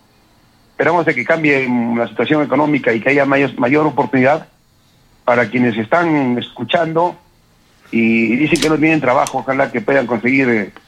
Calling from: Arequipa, Peru; yo paro generalmente en Arequipa, porque es mi tierra

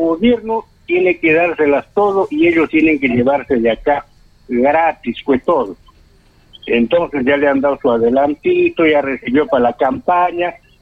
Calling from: Peru

